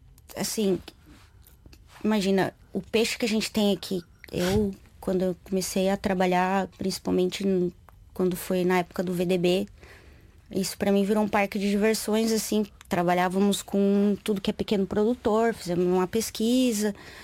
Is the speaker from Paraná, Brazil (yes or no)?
yes; Paraná, Brazil; eu venho do Paraná, é um tipo de cultura, mas cresci no interior, que aí é outro tipo de cultura, é similar, mas acaba mudando um bocadinho.